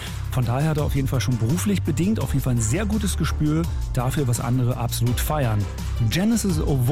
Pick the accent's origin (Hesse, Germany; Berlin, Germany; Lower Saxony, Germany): Berlin, Germany; Ich bin ja gebürtiger Berliner